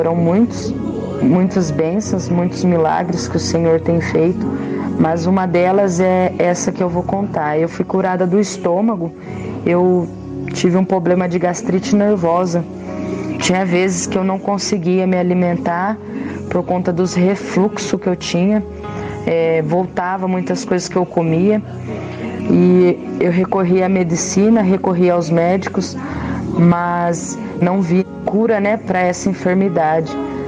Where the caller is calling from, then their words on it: Lençóis Paulista, São Paulo, Brazil; eu sou aqui de Lençóis Paulista